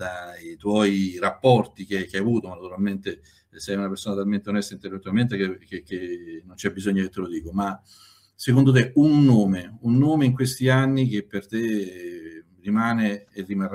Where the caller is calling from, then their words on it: Lazio, Italy